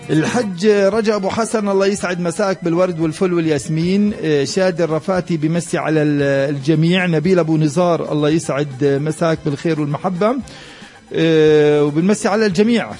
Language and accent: Arabic; Palestine; لكن هذا هو واقعنا إحنا كفلسطينيين.